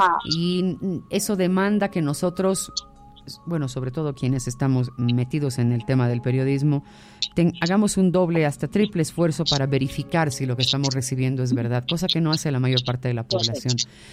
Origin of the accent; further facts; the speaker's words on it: Bolivia; qué resilientes somos los bolivianos, por Dios.